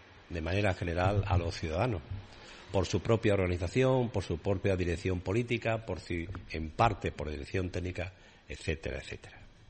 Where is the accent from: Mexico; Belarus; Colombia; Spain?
Spain; Sanlúcar de Barrameda, Andalusia